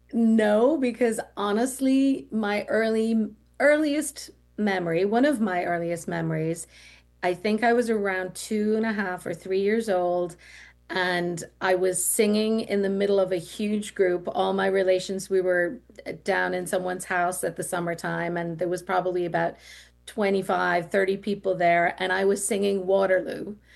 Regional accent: Dublin, Leinster, Ireland; You know, Ireland is just full of art and music and song. And so it really was a great place to be born if music was going to be your passion, because there was music.

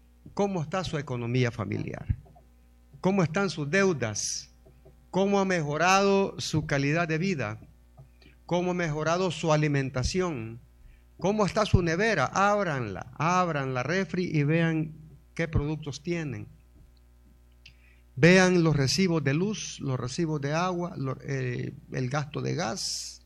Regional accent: El Salvador; también voy a incluirme como salvadoreño

